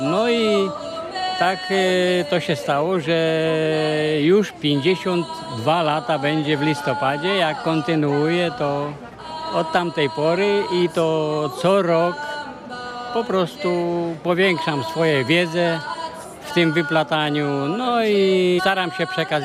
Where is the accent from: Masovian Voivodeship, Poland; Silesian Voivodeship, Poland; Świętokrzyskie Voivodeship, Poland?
Masovian Voivodeship, Poland; Lucimia; pochodzę z Lucimi, województwo mazowieckie.